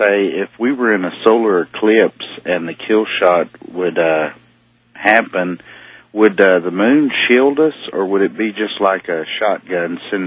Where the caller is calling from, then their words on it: Midland, Texas, United States; I'm calling from Midland, Texas.